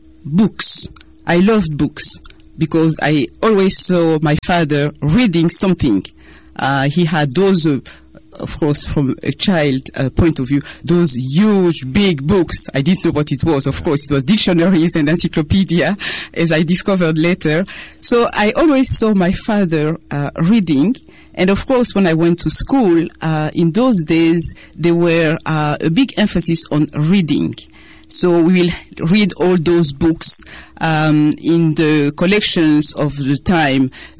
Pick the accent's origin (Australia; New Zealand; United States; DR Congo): DR Congo; first language Tshiluba; Yes, I would say Chiluba is my mother tongue, because that's the only language I spoke with my mother. My mother didn't speak French at all.